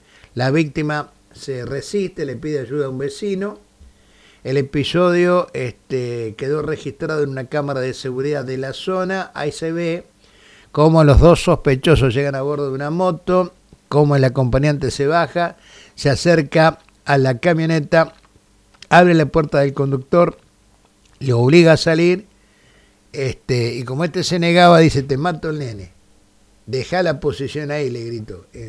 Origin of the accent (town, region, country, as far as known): Argentina